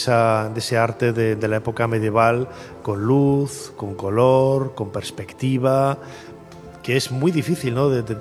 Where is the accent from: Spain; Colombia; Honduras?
Spain; Valladolid, Castile and León; Es que yo crecí en Valladolid, lo conozco muy bien.